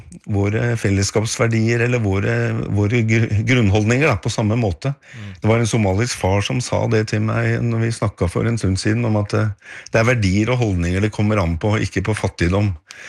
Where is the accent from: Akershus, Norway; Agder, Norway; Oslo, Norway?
Oslo, Norway; born or raised there